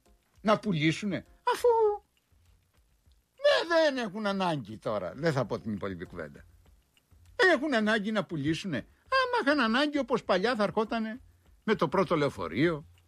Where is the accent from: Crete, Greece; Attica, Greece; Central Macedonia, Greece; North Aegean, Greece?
Crete, Greece; born or raised there